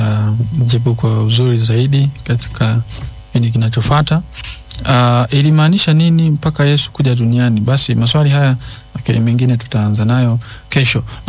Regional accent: Singida, Tanzania; natokea Singida, nabarikiwa sana na somo la leo, mbarikiwe.

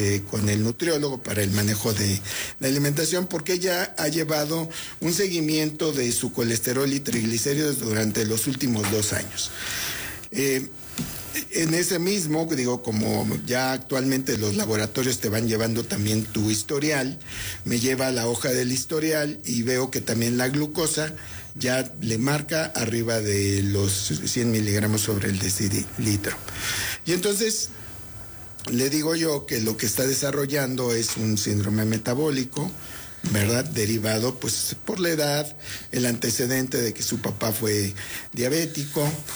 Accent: Mexico; pues nosotros comemos tortillas porque somos mexicanos.

